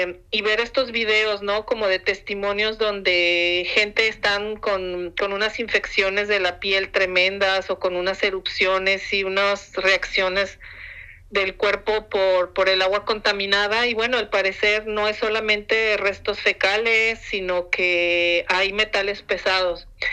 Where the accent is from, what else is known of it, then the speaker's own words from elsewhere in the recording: Guadalajara, Jalisco, Mexico; moved away; nacida y crecida, criada en Guadalajara por unos años.